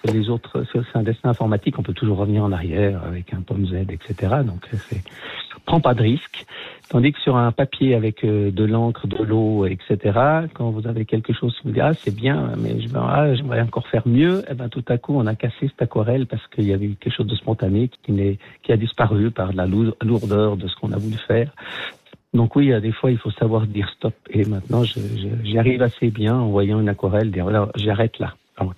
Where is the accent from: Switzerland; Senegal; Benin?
Switzerland; Vaud